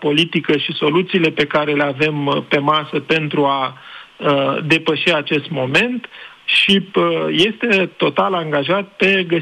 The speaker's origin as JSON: {"language": "Romanian", "country": "Romania"}